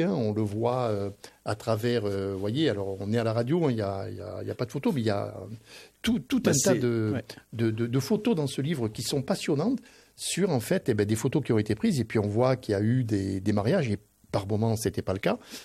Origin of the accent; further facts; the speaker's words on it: Bergerac, Nouvelle-Aquitaine, France; Et je me souviens, moi, quand j'étais gamin, à l'école à Bergerac, j'avais, on va terminer là-dessus, j'avais une copine en classe, en CE2